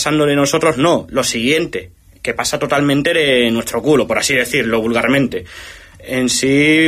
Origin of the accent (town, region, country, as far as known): Ceuta, Spain